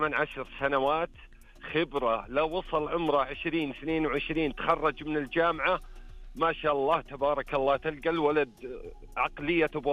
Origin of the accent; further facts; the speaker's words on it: Riyadh, Riyadh Province, Saudi Arabia; أنا من مواليد وعايش بالرياض، لكن أصلا من القصيم.